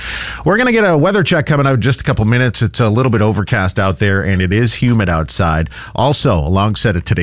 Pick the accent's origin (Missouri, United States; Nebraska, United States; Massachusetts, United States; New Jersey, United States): Massachusetts, United States; moved away; I grew up in Massachusetts, in Northern Mass.